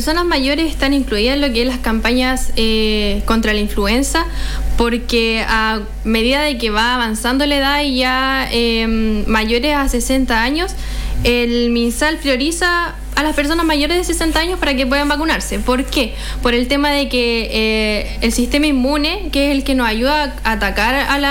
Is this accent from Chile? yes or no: yes; Antuco, Biobío, Chile; yo soy de Antuco